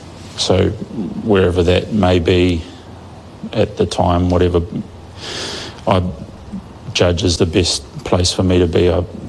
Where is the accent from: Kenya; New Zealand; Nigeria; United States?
New Zealand; moved away as an adult; also born or lived in Tokyo, Japan; what it's like being or growing up in New Zealand